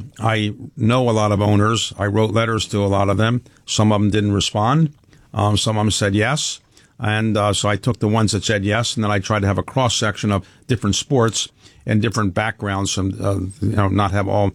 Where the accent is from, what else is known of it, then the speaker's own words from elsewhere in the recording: Baltimore, Maryland, United States; Yes, I grew up in Baltimore.